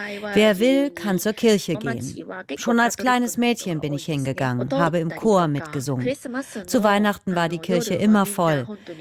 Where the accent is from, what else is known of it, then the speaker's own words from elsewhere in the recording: Ho Chi Minh City, Vietnam; Ich bin im Süden aufgewachsen, in Ho Chi Minh City. Und ich bin katholisch, wie viele Leute in meiner Heimat, auch meine Eltern.